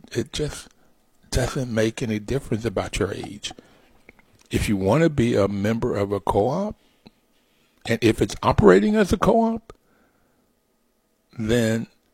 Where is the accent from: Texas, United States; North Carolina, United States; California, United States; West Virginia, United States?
West Virginia, United States; Bluefield; growing up in West Virginia, Bluefield, West Virginia, particularly in coal mining country